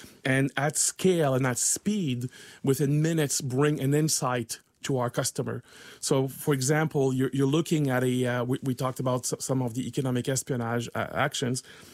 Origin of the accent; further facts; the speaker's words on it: Canada; Well, as a Canadian, I take offense when, you know